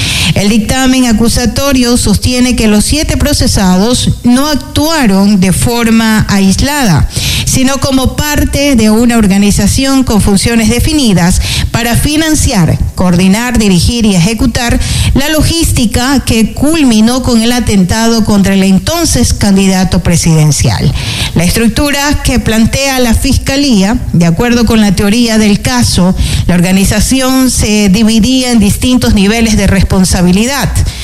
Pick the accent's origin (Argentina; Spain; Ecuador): Ecuador; como ecuatoriana también me siento así